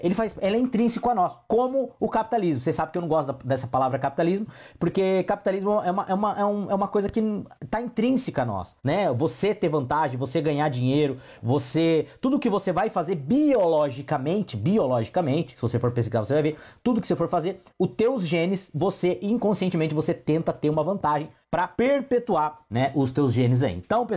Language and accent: Portuguese; Brazil; nós somos brasileiros, eu tô no Brasil, eu amo meu país